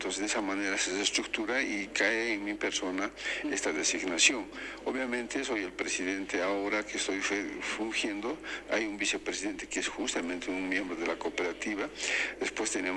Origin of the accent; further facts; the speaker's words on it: Catavi, Potosí, Bolivia; Bueno, básicamente soy oriundo de Catavi, ¿no? Soy hijo de minero, he radicado en mi infancia acá en el distrito de Minero Catavi, he estado hasta llegar a ser bachiller